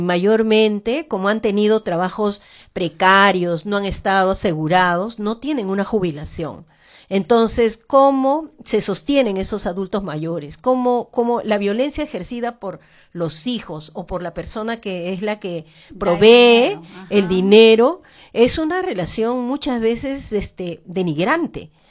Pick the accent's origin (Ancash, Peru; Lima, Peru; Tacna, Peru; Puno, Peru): Lima, Peru; somos vecinas de Villa